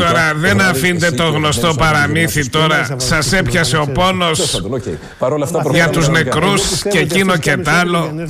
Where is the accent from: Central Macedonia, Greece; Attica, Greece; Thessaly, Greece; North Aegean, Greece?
Thessaly, Greece; Trikala; στα Τρίκαλα, την πατρίδα μου.